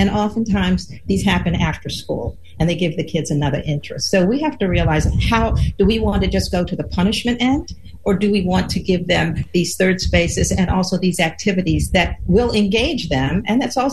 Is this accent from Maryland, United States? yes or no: yes; Baltimore, Maryland, United States; the mayor of Baltimore, my hometown